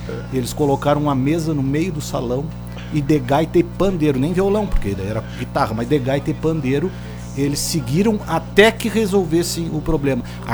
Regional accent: São Francisco de Paula, Rio Grande do Sul, Brazil; em São Chico, de onde eu sou.

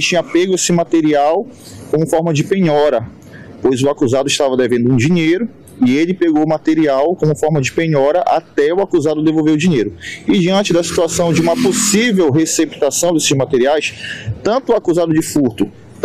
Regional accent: Mãe do Rio, Pará, Brazil; onde eu sou de Mãe do Rio, né?

